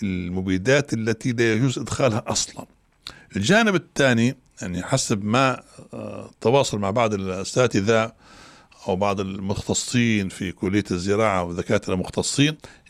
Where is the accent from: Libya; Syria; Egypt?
Libya; وإحنا كنا كليبيين